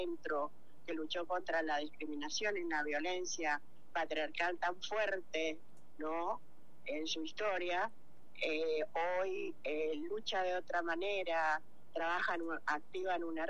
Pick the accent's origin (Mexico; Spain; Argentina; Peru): Argentina